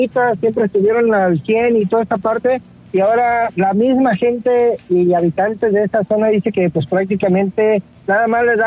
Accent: Mexico; soy mexicano

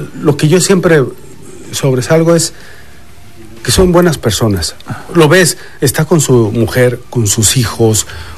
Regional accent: Mexico

